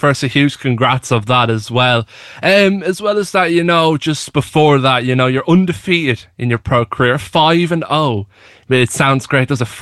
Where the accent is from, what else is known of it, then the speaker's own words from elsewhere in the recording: County Offaly, Ireland; I'm from Offaly